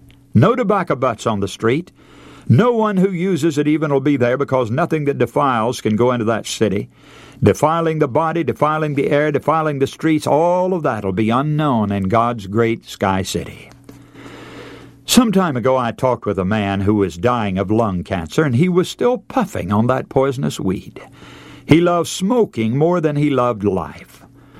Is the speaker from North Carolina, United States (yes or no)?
yes; North Carolina, United States; I was born in North Carolina and grew up there, and I live close to a large city there with its rancid smell of tobacco.